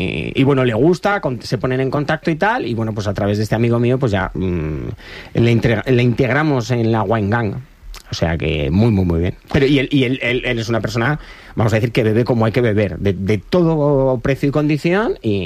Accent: Leganés, Community of Madrid, Spain; yo soy del Barça, entonces tampoco tengo, aunque he criado en Leganés, entonces no le tengo especial jerita al Getafe.

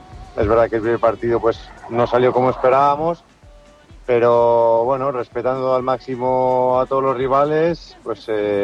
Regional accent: La Rioja, Spain; somos los dos riojanos, el de Aro.

